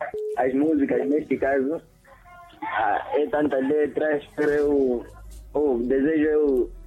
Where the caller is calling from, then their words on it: Pemba, Cabo Delgado, Mozambique; Eu sou de Pemba, na verdade, e aqui é um passeio, né?